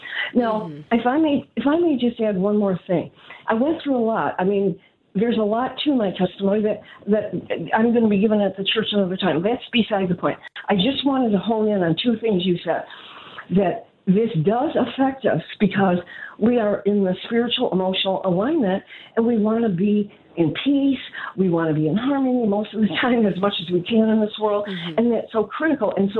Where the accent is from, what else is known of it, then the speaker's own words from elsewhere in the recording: Chicago, Illinois, United States; now in Scottsdale, United States; the Greek Orthodox Church, my original faith, because when I grew up in Chicago